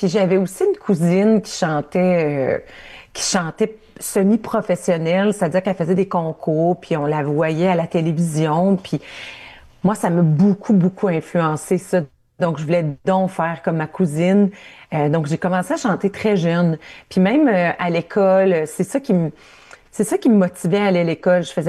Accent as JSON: {"language": "French", "region": "Ontario", "country": "Canada", "said": "Moi, je viens de l'Ontario, je viens de l'Ontario francophone, encore pire"}